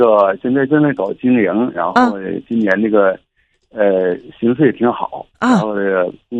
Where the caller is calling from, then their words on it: Shenyang, Liaoning, China; 我是沈阳的